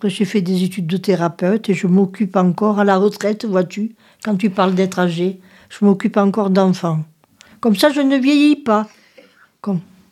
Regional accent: Southern France, France; accent: midi; j'ai l'accent du midi.

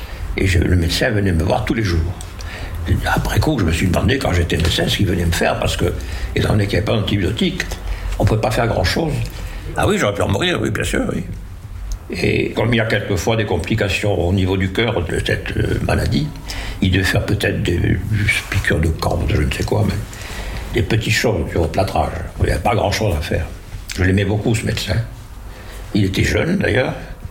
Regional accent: Tlemcen, Tlemcen Province, Algeria; Je suis né en Algérie. J'ai fait une partie de mes études primaires et secondaires en Algérie, qui s'appelle Tlemcen.

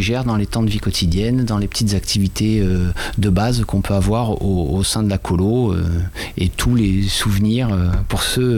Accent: Occitanie, France; moved away as an adult; now in Isère, France; Et je venais du sud de la France, du Gard. J'ai encore un petit bout d'accent pour celles et ceux qui ont l'oreille.

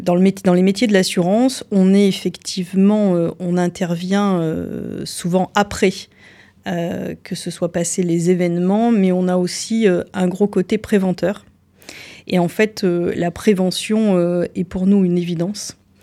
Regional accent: Auvergne-Rhône-Alpes, France; moved away as an adult; now in Valence, France; je suis auvergnate d'origine.

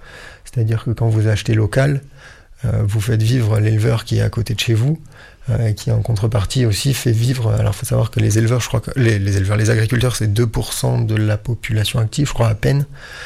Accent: Auvergne-Rhône-Alpes, France; moi j'habite en Ardèche, j'ai pas la mer, c'est comme ça, et c'est très bien.

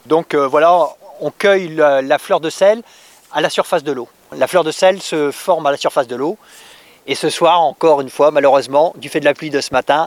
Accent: Brittany, France; moved away; Non, je suis originaire du Finistère.

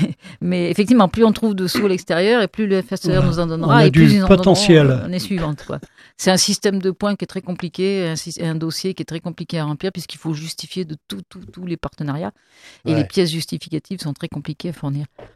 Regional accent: Saint-Julien-Molin-Molette, Auvergne-Rhône-Alpes, France

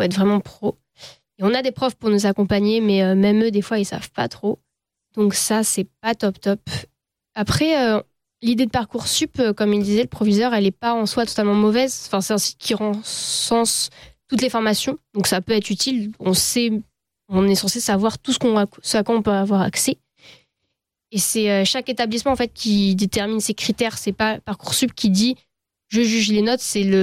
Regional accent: Grenoble, Auvergne-Rhône-Alpes, France; Par exemple, moi, bah, nous, on vient de Grenoble, on va avoir plus de chances d'y arriver que si on vient de Paris

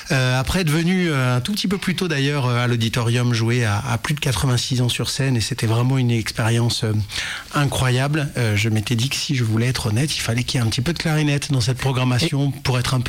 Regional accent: Lyon, Auvergne-Rhône-Alpes, France

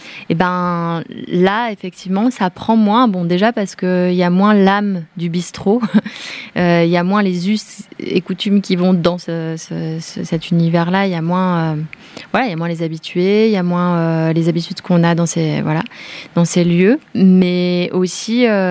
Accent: Bourgogne-Franche-Comté, France; Nous, on vient de là, c'est le Haut-Jura. Nous, on vient du Jura

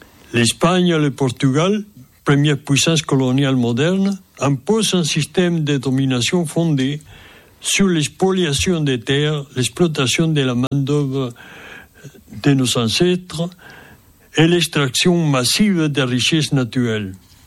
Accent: Peru; born or raised there; moved away as an adult; now in France

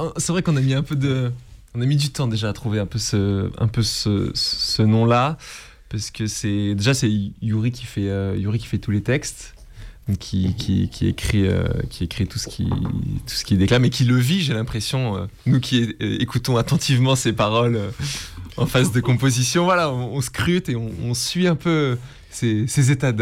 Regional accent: Grenoble, Auvergne-Rhône-Alpes, France; Bah déjà on vient de Grenoble

